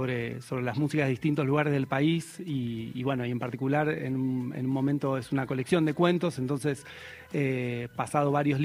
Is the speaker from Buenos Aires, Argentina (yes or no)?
yes; Buenos Aires, Argentina